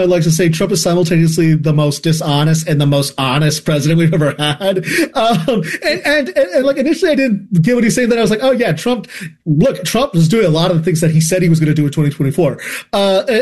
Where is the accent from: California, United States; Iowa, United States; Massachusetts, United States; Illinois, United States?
Illinois, United States; Chicago; born there; I was born in Chicago.